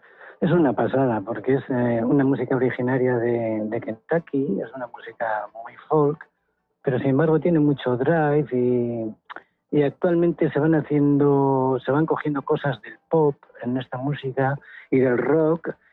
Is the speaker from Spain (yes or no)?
yes; Getxo, Basque Country, Spain; yo soy de Algorta